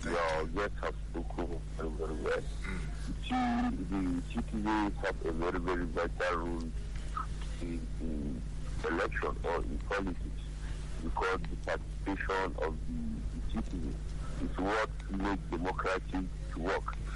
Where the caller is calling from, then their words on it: Jos, Plateau, Nigeria; I'm calling from Jos.